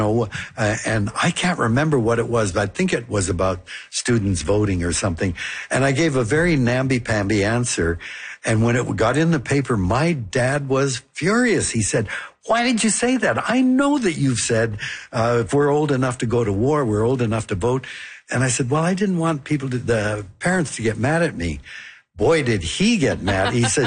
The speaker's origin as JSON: {"language": "English", "country": "Canada", "tie": "born or raised there", "said": "The Japanese culture, which, you know, carried over, although my mom and dad were born and raised in Canada, as was I and my sisters"}